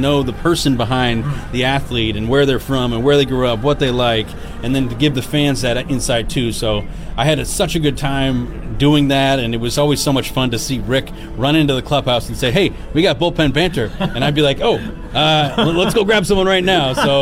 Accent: Maine, United States; I'm from Maine, he's from Connecticut. We had this New England connection

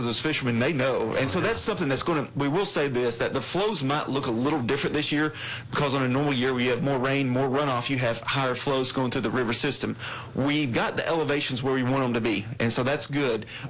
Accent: Knoxville, Tennessee, United States; I'm from Knoxville area, so I use those lakes generally.

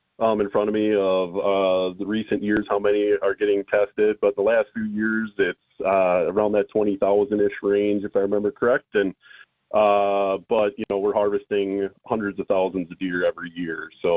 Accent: Wisconsin, United States; Wisconsin born and bred in Clark County, and grew up hunting a lot in Clark County and Taylor County, the National Forest area.

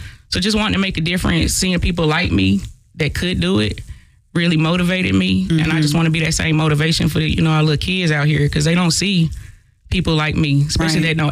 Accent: Winston-Salem, North Carolina, United States; So I'm born and raised in Winston

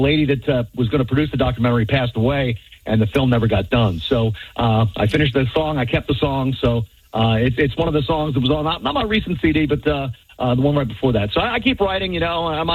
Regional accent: Philadelphia, Pennsylvania, United States; I grew up in Philadelphia.

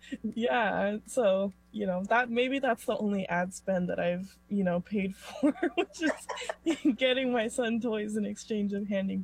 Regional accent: Atascadero, California, United States; Yes, I was born and raised in Atascadero.

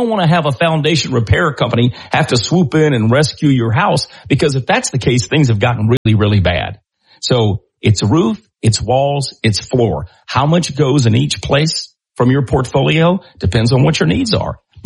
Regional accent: Irwinville, Georgia, United States; I grew up in Irwinville, and when my dad got ready to build Faith Church on Highway 190

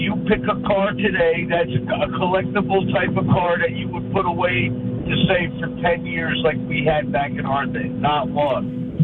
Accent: South River, New Jersey, United States; born or raised there; now in Jackson, United States

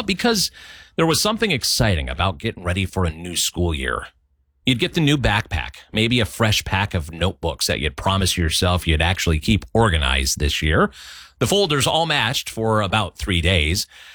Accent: Wisconsin, United States; growing up in Wisconsin

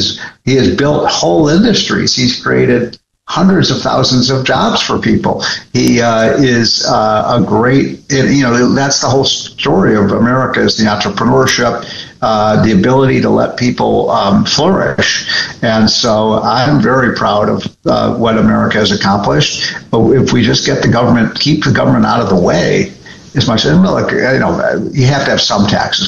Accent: Chicago, Illinois, United States; I'm from Chicago.

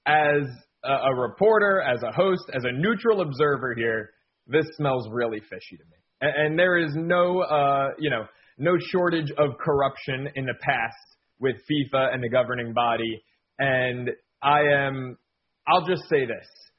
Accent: United States; as an American, as a United States supporter here

